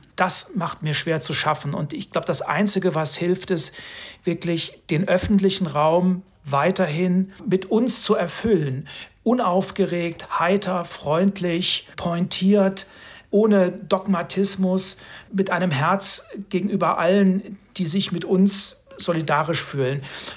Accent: Bad Hersfeld, Hesse, Germany; weil mir noch der CSD in meiner Heimatstadt in Bad Hersfeld in den Knochen steckt.

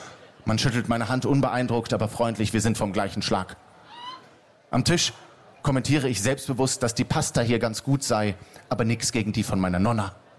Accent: Berlin, Germany; Ich bin ja Berliner. Ich bin ein türkischer Araberschwabe.

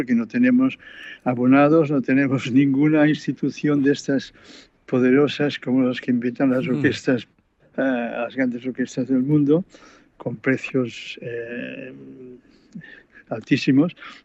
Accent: Catalonia, Spain; yo me siento tan español como cualquiera, soy catalán, pero siempre he reivindicado mi cultura hispánica

